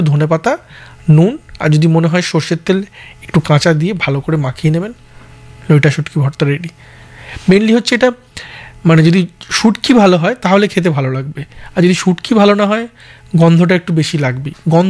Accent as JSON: {"language": "Bangla", "region": "West Bengal", "country": "India", "said": "আমি তো বাঙাল নই, আমি পুরো মানে ঘটি"}